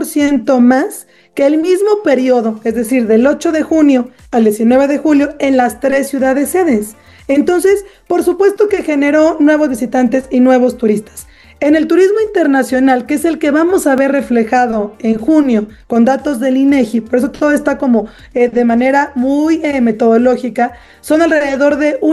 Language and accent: Spanish; Mexico; volvíamos a identificarnos como somos los mexicanas y los mexicanos.